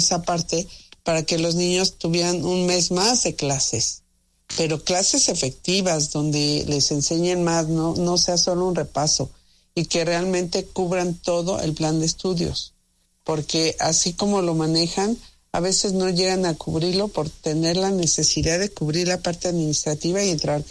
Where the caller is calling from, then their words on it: Mexico City, Mexico; de la Ciudad de México.